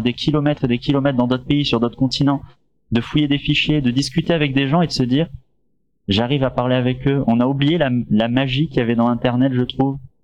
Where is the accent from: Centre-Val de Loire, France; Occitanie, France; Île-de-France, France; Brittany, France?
Brittany, France; Rennes; Alors, moi, du coup, je viens de Rennes, en France. Où, voilà, la capitale de la Bretagne.